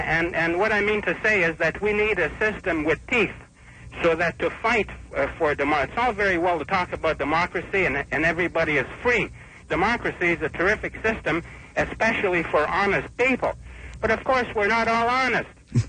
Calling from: Montreal, Quebec, Canada; Montreal.

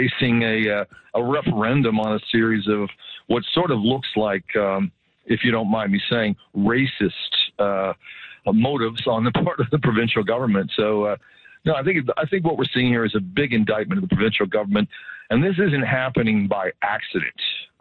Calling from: Alberta, Canada; I'm an Alberta taxpayer.

